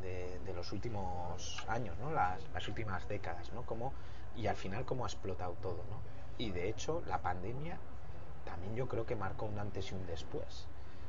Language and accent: Spanish; Bilbao, Basque Country, Spain; Mejor que somos de Bilbao.